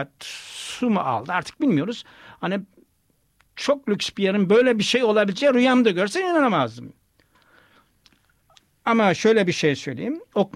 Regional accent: Azdavay, Kastamonu, Turkey; also born or lived in Germany; Bizim Azdivay'a Türkiye'nin İsviçre'si diyorlar.

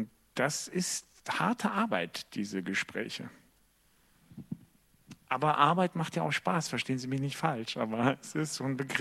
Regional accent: North Rhine-Westphalia, Germany; ich komme aus dem Kölner Raum, ich komme tatsächlich nicht aus dieser Region

